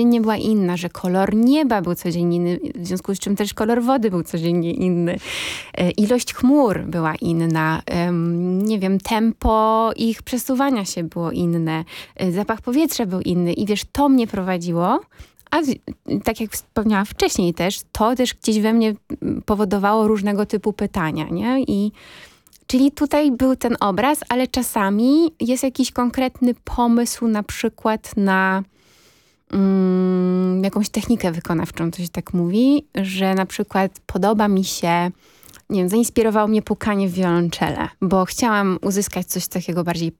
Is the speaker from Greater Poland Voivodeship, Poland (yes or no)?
no; Tczew, Pomeranian Voivodeship, Poland; nigdy wcześniej nie mieszkałam tak blisko morza. Oczywiście ja pochodzę z Pomorza, bo urodziłam się w Tczewie, więc Gdańsk był mi bardzo bliski i wielokrotnie tam bywałam